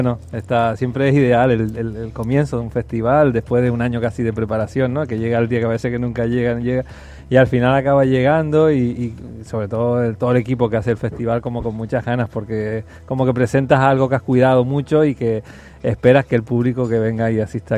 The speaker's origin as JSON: {"language": "Spanish", "region": "Canary Islands", "country": "Spain", "said": "sobre todo en un territorio como el nuestro, como Canarias"}